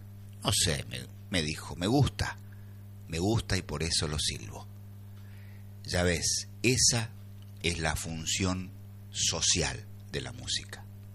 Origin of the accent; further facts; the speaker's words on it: Argentina; todo lo que nos identifica como argentinos a nivel cultural.